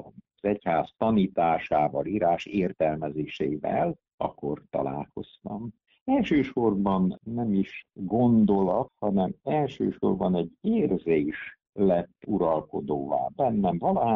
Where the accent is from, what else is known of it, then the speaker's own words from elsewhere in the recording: Transylvania, Romania; A egyházban, egy szorvány Dél-Erdély gyülekezetben valóban születtem, úgyhogy egyetlen vallás óráról tudok, amire nem tudtam elmenni.